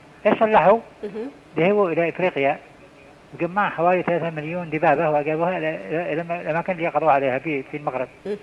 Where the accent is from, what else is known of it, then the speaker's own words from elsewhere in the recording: Aden, Yemen; عندنا في عدن